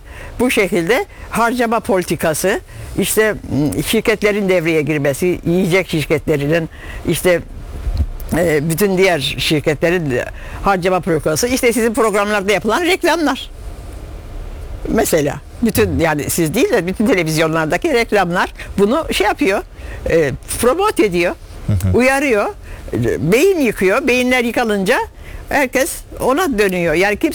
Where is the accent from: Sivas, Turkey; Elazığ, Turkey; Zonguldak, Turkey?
Elazığ, Turkey; Harput; Ben Elazığlıyım, Harputluyuz biz. Oradan bir şey söyleyeyim de.